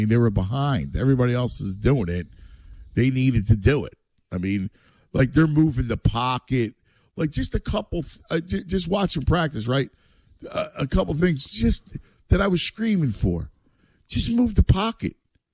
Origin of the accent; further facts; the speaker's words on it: Philadelphia, Pennsylvania, United States; I mean, you know, obviously I'm from Philadelphia